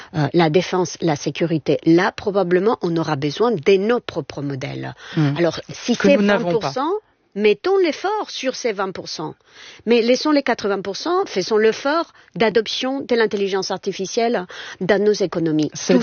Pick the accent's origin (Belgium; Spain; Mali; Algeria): Spain; French is a second language; y inclus ici en France, y inclus chez moi en Espagne.